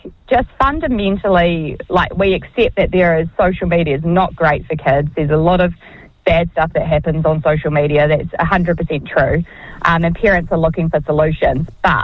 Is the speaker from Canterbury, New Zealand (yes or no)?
yes; Canterbury, New Zealand; And, like, we're from Canterbury down here, so we're, like, we're pretty one-eyed.